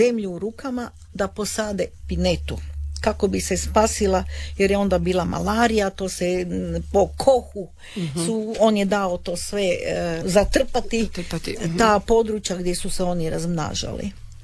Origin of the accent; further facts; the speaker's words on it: Zagreb, City of Zagreb, Croatia; also born or lived in Medulin; pošto sam odrasla u Zagrebu, Gornji grad, to je moj svijet